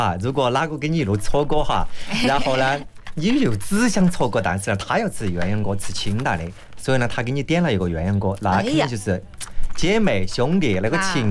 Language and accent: Chinese; Ziyang, Sichuan, China; 作为一个我们四川人，又特别是我们的资阳人